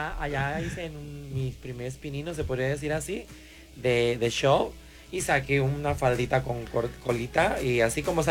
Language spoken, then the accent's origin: Spanish; Acapulco, Guerrero, Mexico; born there; now in Puerto Vallarta, Mexico; Soy de Acapulco Guerrero, nacida en la ciudad de Acapulco Guerrero en 1978, tengo 48 años, soltera